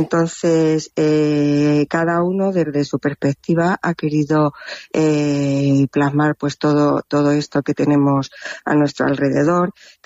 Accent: Castilla-La Mancha, Spain; yo creo que a los ancestros de toda la gente que somos manchegas, que es del trabajo en el campo

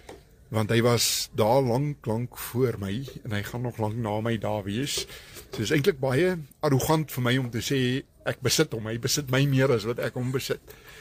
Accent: Limpopo, South Africa; As 'n rou transvaler, ek is uit Limpopo stof gemaak.

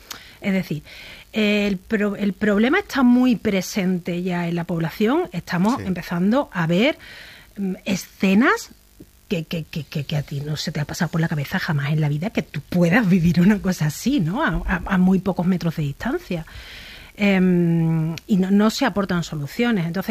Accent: El Portil, Andalusia, Spain; yo soy del Portil

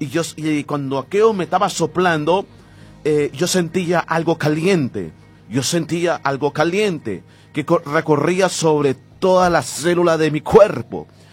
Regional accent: Nicaragua; y allá en Nicaragua, en mi país, se le llaman mosca

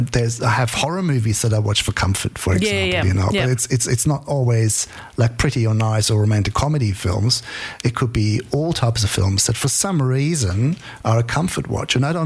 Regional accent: Germany; Actually, because I grew up in Germany, so at a certain point in my teenage years, I was a film buff and I wanted to watch movies in the original language.

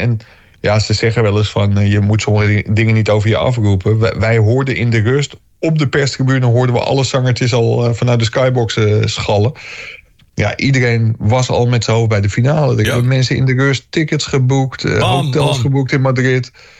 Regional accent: Ilpendam, North Holland, Netherlands; Ik kom zelf uit Ilpendam. En dat is op de fiets te doen.

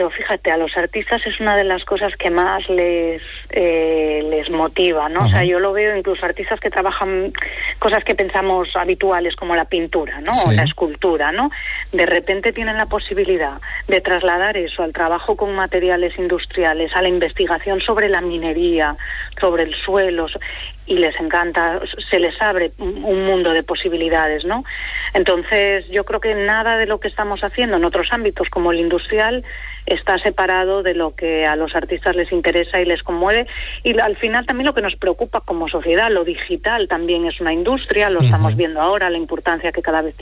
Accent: Asturias, Spain; todo lo que nos ha conformado como asturianos y asturianas, ¿no? Toda esta tradición industrial propia de nuestro territorio.

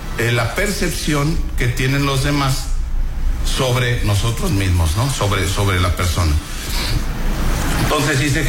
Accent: Coahuila, Mexico; born there; yo soy coahuilense por nacimiento, y por residencia también

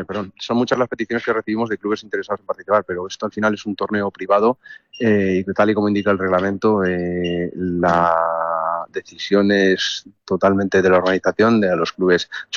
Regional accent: Madrid, Community of Madrid, Spain; nosotros somos de Madrid

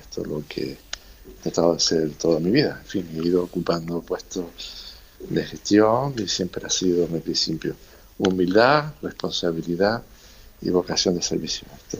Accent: Spain; a mi pueblo de Terós, que es el pueblo de toda la vida. Yo sigo empadronado en mi pueblo, tenemos una casa familiar y soy vecino del pueblo

